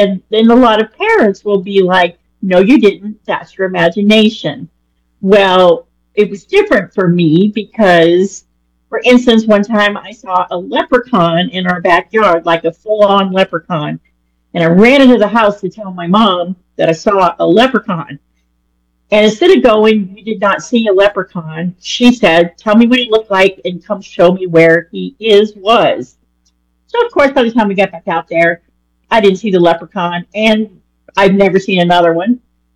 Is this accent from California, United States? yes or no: no; New Orleans, Louisiana, United States; But I'm from New Orleans, so I feel like that kind of comes with the New Orleans territory.